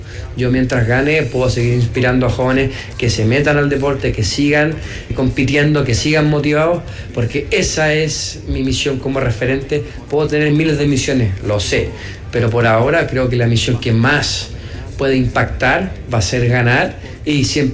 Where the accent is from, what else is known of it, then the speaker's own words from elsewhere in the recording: Chile; reunirnos como chilenos